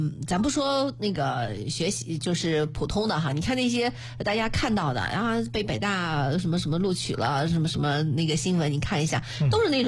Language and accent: Chinese; China; 我觉得还是要保持我们中国人的这种素养